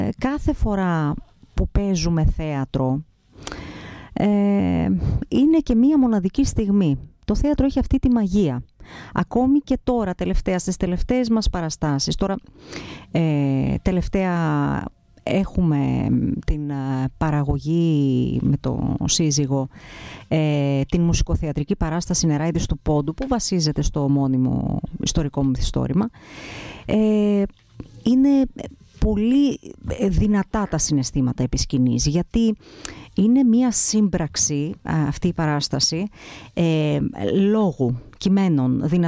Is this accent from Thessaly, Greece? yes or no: no; Koryfi, Central Macedonia, Greece; Το χωριό μου είναι η κορυφή Κιλκής